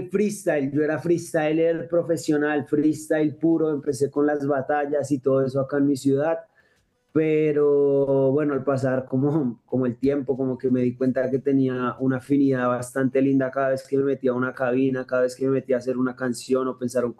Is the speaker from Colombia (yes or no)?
yes; Bogotá, Colombia; artista colombiano, un artista que empezó en un movimiento de la ciudad de Bogotá